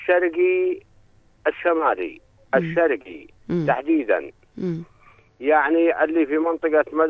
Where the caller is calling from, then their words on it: Al-Jafr, Ma'an Governorate, Jordan; أنا طبعا من سكان منطقة الجفر